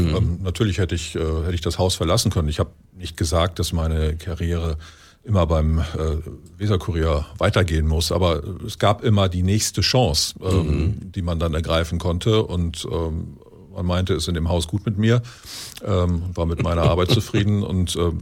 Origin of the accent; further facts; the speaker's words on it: Lower Saxony, Germany; moved away as an adult; now in Bremen, Germany; Ich bin im Wendland groß geworden. Und dann irgendwann zum Studieren hier nach Bremen gekommen. Ich habe nach der Schule, nach dem Abitur, meinen Wehrdienst in Lüneburg abgeleistet, 10 Monate damals.